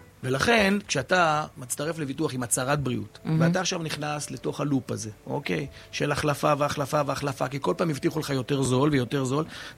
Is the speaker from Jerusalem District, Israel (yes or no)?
no; Southern District, Israel; אני מהנגב